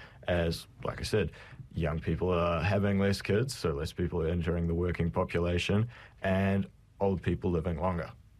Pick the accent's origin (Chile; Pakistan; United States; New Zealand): New Zealand; young people growing up in Aotearoa.